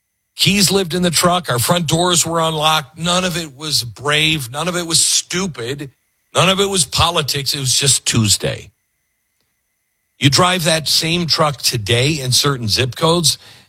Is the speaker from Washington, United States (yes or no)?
yes; Mount Vernon, Washington, United States; I grew up in Mount Vernon, Washington's about, I don't know, 70 miles north of Seattle. And it wasn't weird at that time. It was normal.